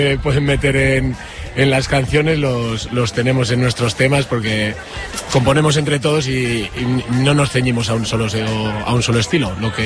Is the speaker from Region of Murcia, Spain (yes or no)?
no; Vitoria-Gasteiz, Basque Country, Spain; Hay un par de integrantes del grupo que somos de Vitoria